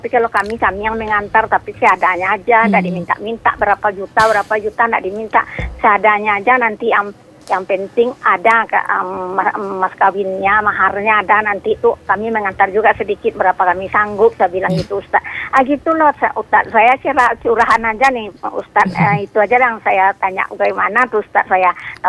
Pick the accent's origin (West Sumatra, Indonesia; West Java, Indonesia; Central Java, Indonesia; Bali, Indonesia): West Sumatra, Indonesia; kalau kita orang Minang nih, kita yang mengantar ke rumah orang perempuan